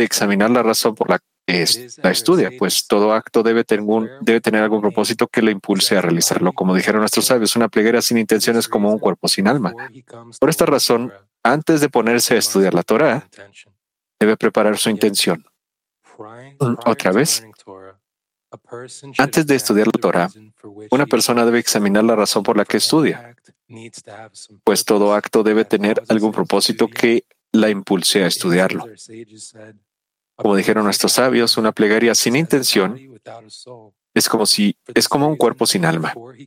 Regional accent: Bnei Brak, Central District, Israel; Durante muchos años yo crecí en Bnei Baraj. Y sí, estuve viviendo, nací donde, muy cerca donde Rabash vivió.

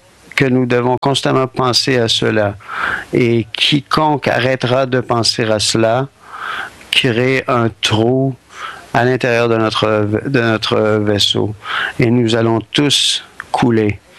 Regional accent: Toronto, Ontario, Canada; de Toronto, une autre personne de Toronto.

